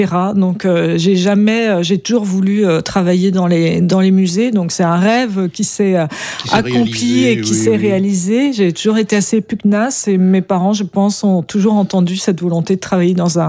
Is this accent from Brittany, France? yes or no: yes; Douarnenez, Brittany, France; born there; Je suis avant tout une Finistérienne, puisque je suis née à Douarnenez, rue Montauciel, ça ne s'invente pas, ça ne s'invente pas, dans une clinique qui aujourd'hui a disparu.